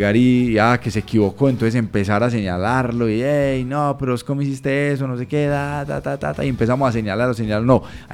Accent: Colombia; born there; cómo no quererte, cómo no amarte, mi amada Colombia, si nací aquí, si nací en mi terruño, si nací en mi país

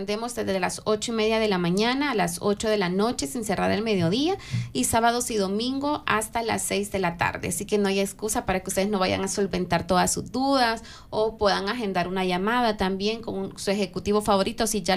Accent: El Salvador; porque para irnos a París solamente necesitamos nuestro pasaporte vigente como salvadoreños.

